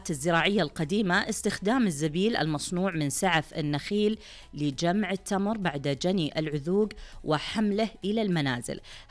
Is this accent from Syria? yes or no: no; Saudi Arabia